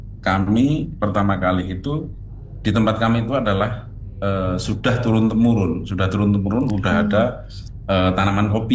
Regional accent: Indonesia; di tempat kami, rata-rata di dusun kami, khususnya di Dusun Ngemplak itu rata-rata dari semua keluarga mempunyai tanaman kopi, kebun kopi

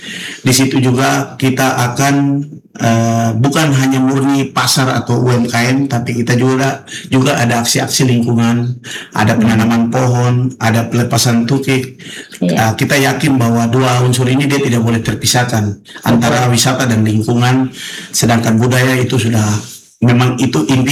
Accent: Papua, Indonesia; now in Manokwari, Indonesia; kami di Manokwari Papua Barat

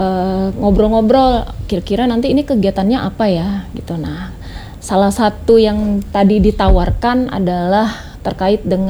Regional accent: Pontianak, West Kalimantan, Indonesia; Dulu parit-parit Ali Anyang itu, saya kecilnya di Ali Anyang.

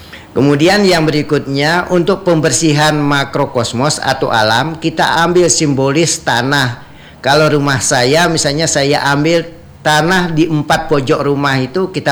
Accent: Bali, Indonesia; now in Samarinda, Indonesia; Makanya kami di Samarinda, kebetulan saya orang Bali, merayakan Nyepi itu sama dengan di Bali.

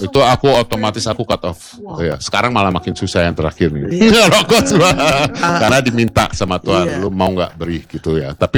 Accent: Jakarta, Indonesia; Aku tuh gede di keluarga tanpa ibu. Saya gede di Mangga Besar, saya ngalamin 98

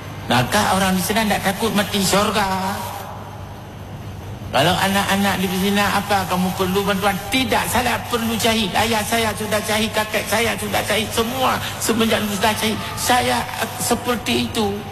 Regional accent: Aceh, Indonesia

